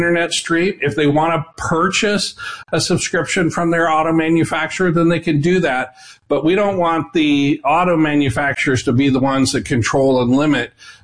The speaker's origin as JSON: {"language": "English", "region": "Nebraska", "country": "United States", "tie": "born or raised there", "said": "I grew up in Nebraska, the Midwest. AM radio was a staple."}